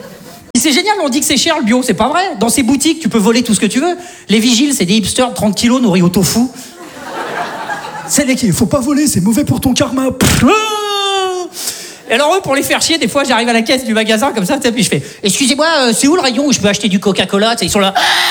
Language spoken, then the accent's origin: French; Saint-Étienne, Auvergne-Rhône-Alpes, France; Tu vois, moi, je viens de Saint-Étienne. Globalement, chez nous, t'as faim, tu prends une arbalète, tu vas chasser, ça s'arrête là, quoi.